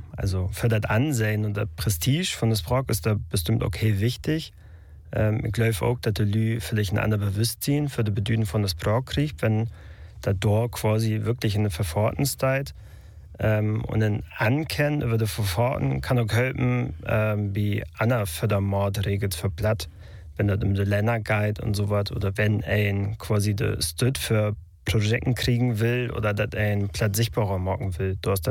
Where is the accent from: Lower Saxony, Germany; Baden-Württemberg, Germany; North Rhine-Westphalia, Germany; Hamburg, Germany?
Lower Saxony, Germany; in Ostfriesland, da wäre auch das erste Schild, wo da eine plattdeutsche Ortsnorm mit abgäbe, wo ich herkomme, da gibt es dann auch noch Swattenbeek und sowas.